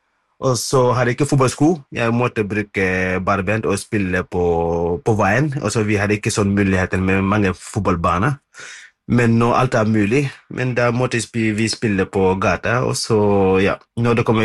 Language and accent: Norwegian; Senegal; Norwegian is a second language; now in Norway; jeg bodde her I Norge I mange år. Men jeg kommer fra Senegal. Det må jeg ikke glemme.